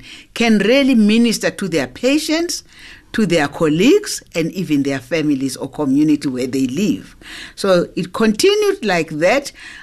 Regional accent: KwaZulu-Natal, South Africa; now in Benoni, South Africa; I come from KwaZulu-Natal. I'm now based here at the head office at Benoni

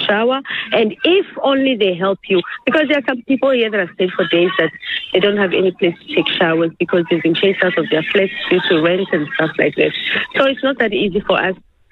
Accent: South Africa; Personally, I grew up here in South Africa, and I have never had any problems with South Africans here.

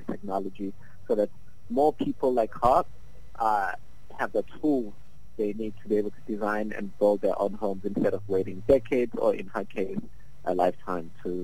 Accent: Durban, KwaZulu-Natal, South Africa; I grew up in Township, KwaMashu, and in former settlements in Inanda.

